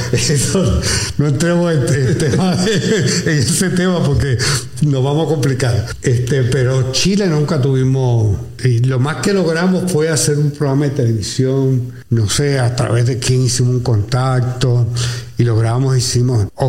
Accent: Panama; born there; Sí, porque nací en Panamá, porque mi papá estaba en el ejército de Estados Unidos, en la base del canal.

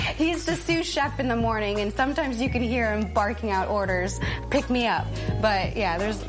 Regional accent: Nebraska, United States; For me, I'm from Nebraska and I'd never been exposed to anything like this down here.

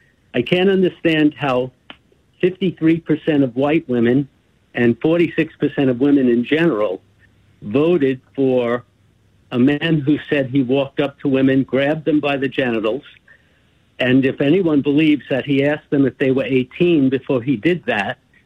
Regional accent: Queens, New York, United States; I grew up in Queens, so I saw this guy from the beginning, how he abused people.

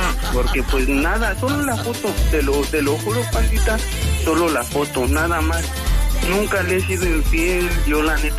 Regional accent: State of Mexico, Mexico; now in Brooklyn, United States; Del establo de México.

